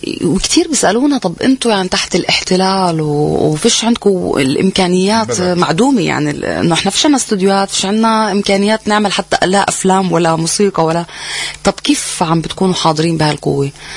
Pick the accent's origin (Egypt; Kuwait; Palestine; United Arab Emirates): Palestine; لأنه الاحتلال بحب يصدرنا كفلسطينيين إنه إحنا ناس مجرمين وإرهابيين